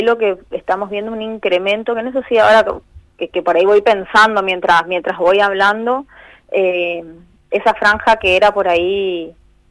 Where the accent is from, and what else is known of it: Argentina